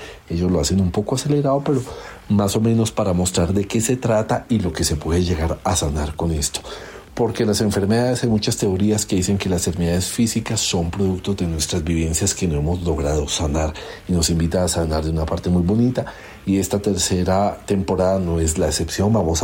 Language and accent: Spanish; Colombia; vamos con música de mi tierra